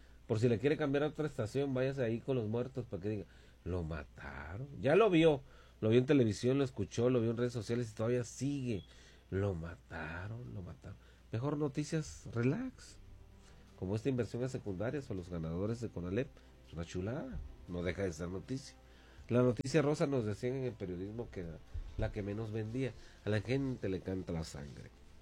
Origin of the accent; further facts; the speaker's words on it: Ciudad Juárez, Chihuahua, Mexico; Horizontes, mi tierra